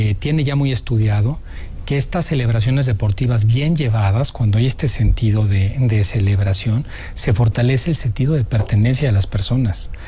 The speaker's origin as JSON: {"language": "Spanish", "country": "Mexico", "tie": "born or raised there", "said": "Yo, para definir quién soy, tengo que definir que nací en México. Tengo que definir que aquí crecí."}